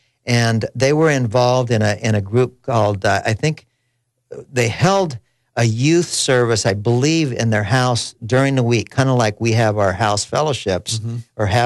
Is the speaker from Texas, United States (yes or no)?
no; Seattle, Washington, United States; You know, we're originally from Seattle, Washington, and I was born in Seattle, and my parents, you know, were just a regular American family up there in the Pacific Northwest.